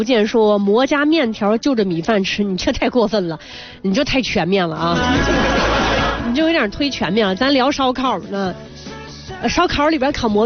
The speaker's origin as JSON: {"language": "Chinese", "region": "Shanxi", "country": "China", "said": "所以我们山西人真的就是和主食是离不开关系的。"}